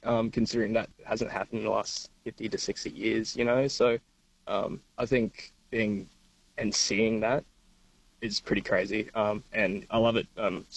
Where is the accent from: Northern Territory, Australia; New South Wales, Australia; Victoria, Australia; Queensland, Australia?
Northern Territory, Australia; Darwin; now in South Australia, Australia; And so when we first moved down, we're originally from Darwin, Northern Territory, and yeah, we moved down to SA.